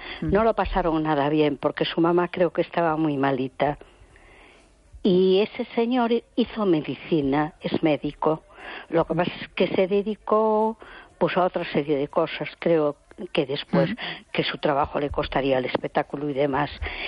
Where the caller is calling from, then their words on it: A Coruña, Galicia, Spain; de Coruña.